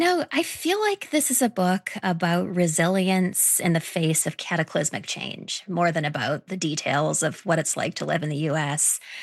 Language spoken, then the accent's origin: English; British Columbia, Canada; moved away as an adult; now in United States; I'm from the West Coast. I grew up in British Columbia. My dad was from Southern California. My mother was born in Canada, but, dad from the States.